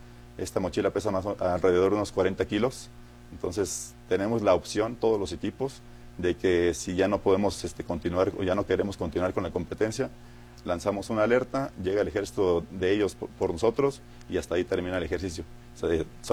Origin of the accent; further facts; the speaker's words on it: Mexico; Esto se puede ver reflejado en que nosotros como mexicanos no podemos rendirnos